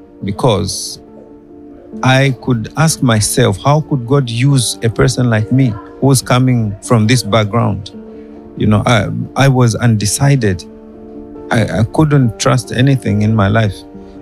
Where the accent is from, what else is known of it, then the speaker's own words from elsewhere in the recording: United Kingdom; I come from the United Kingdom.